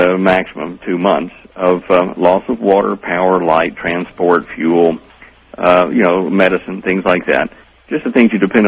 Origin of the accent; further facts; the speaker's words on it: Dallas, Texas, United States; I'm from Dallas originally, ma'am.